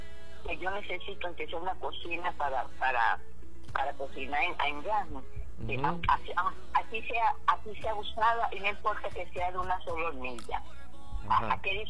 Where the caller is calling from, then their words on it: Venezuela; De aquí, del Rosario.